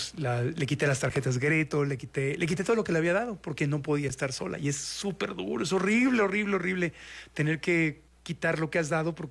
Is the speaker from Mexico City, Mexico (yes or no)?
yes; Coyoacán, Mexico City, Mexico; also born or lived in Tijuana; Yo nací en Tijuana, pero de chico, como de los año y medio, dos años, hasta mis 7, 8 años, vivimos en Coyoacán.